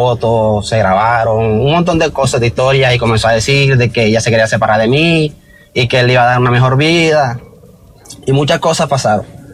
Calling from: Caribbean coast, Colombia; porque yo soy costeño, ella es paisa

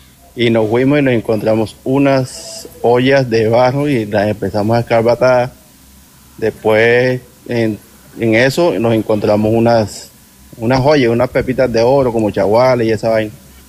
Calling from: Caribbean coast, Colombia; acá en la costa uno dice papi

